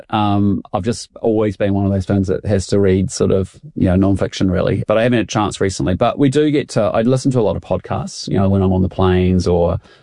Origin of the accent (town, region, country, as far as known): Christchurch, Canterbury, New Zealand